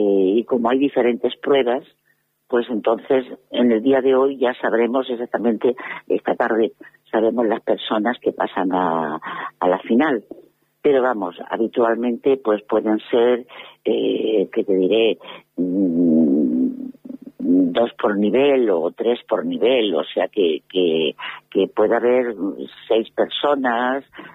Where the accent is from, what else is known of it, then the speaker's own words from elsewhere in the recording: Linares, Andalusia, Spain; moved away; Linares lo llevo en mi alma y en mi corazón, o sea que yo soy de Linares y soy linarense por encima de todo. Pero aparte de eso, bueno, pues me encanta la ciudad, tengo aquí familia todavía